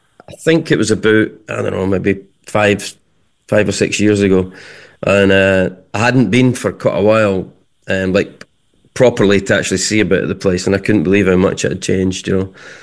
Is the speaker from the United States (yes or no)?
no; Edinburgh, Scotland, United Kingdom; No, I'm from Edinburgh, actually.